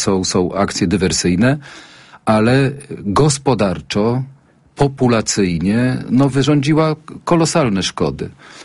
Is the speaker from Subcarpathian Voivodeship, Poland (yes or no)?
yes; Subcarpathian Voivodeship, Poland; tutaj akurat obaj z panem posłem pochodzimy z takich regionów, z podkarpackiego.